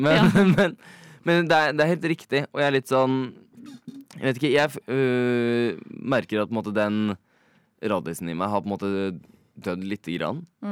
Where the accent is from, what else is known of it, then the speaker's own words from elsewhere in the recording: Oslo, Norway; jeg er ikke fra Bærum, men jeg er fra på en måte broren, som er sånn Holmenkollen.